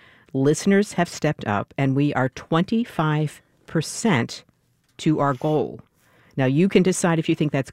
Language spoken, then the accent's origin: English; New York, United States; I'm from New York